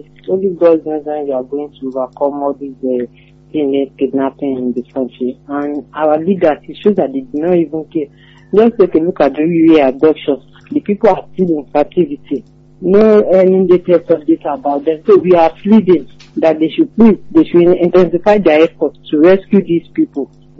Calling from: Austria; from Austria.

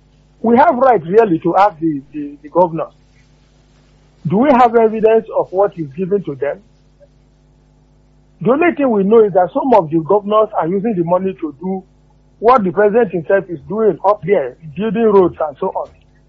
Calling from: Nigeria; I'm calling you from Ologwe.

